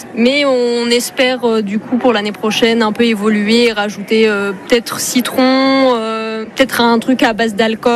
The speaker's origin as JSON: {"language": "French", "region": "Nouvelle-Aquitaine", "country": "France", "said": "j'ai 25 ans. Je suis originaire de la Dordogne et je me suis réinstallée du coup en Dordogne"}